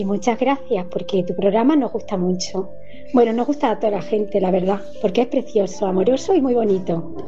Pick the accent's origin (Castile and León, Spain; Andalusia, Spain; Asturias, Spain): Andalusia, Spain; Santisteban del Puerto; Bueno, que hoy he venido a mi pueblo, a Santisteban de Puerto, porque yo soy de aquí.